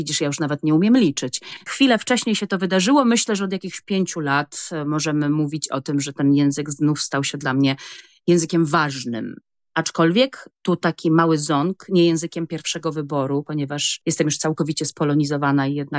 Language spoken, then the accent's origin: Polish; Pomeranian Voivodeship, Poland; born there; first language Kashubian; Polish is a second language; Kiedyś kompleksem było to, że ja rozumiem po kaszubsku i mówię po kaszubsku, a dzisiaj moim kompleksem jest to, że ja się zacinam w swoim własnym języku i pierwszym języku, którym kiedyś mówiłam świetnie, bo jest to język mojego domu i mojego dzieciństwa i właściwie mój pierwszy.